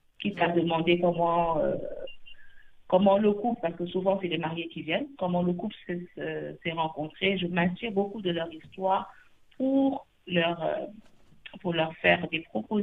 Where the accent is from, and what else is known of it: Senegal; born there